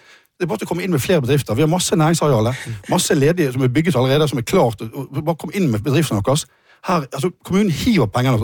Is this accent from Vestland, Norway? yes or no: yes; Bergen, Vestland, Norway; moved away as an adult; now in Samnanger, Norway; Jeg er født og oppvokst i Bergen by, flere generasjoner tilbake igjen.